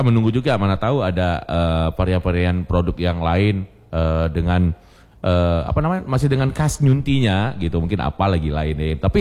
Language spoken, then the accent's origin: Indonesian; Aceh, Indonesia; Kita orang Aceh